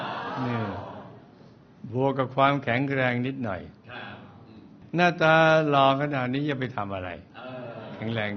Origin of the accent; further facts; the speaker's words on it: Khon Kaen, Thailand; also born or lived in Phetchabun; หลวงพ่อครับผมเกิดได้ไม่นานครอบครัวก็ย้ายมาปักหลักที่ขอนแก่นชีวิตวัยเด็กของผม